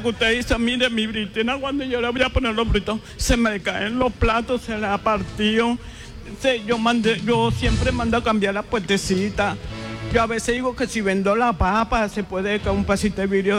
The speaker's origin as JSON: {"language": "Spanish", "town": "Calamar", "region": "Bolívar", "country": "Colombia"}